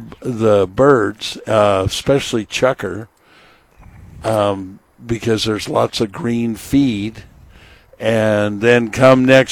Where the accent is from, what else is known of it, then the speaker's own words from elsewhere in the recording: Bishop, California, United States; When I was growing up in Bishop, where we were in the mountains